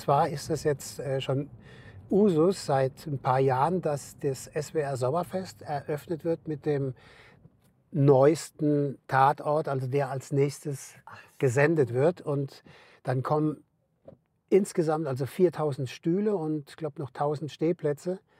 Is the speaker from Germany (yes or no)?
yes; Mannheim, Baden-Württemberg, Germany; born there; moved away as an adult; also born or lived in Bochum / Berlin; ich bin gebürtiger Mannheimer, war dann 2 Jahre in Bochum auf der Schauspielschule. War dann 27 Jahre in Berlin